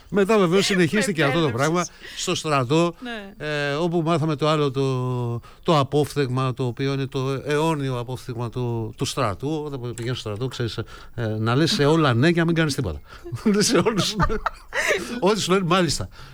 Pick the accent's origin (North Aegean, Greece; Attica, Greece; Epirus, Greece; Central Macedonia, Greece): Epirus, Greece; Arta; Εγώ είμαι από την Άρτα, εσείς από την Αθήνα.